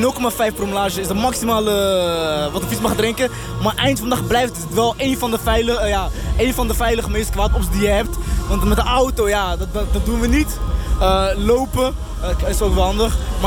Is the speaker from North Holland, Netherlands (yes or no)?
no; Utrecht, Netherlands; We komen uit Utrecht.